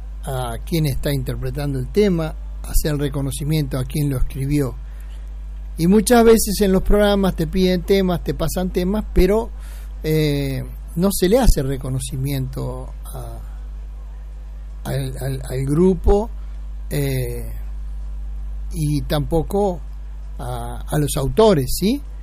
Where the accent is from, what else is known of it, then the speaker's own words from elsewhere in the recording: Uruguay; Qué lindo escuchar decir Uruguay, que es mi país.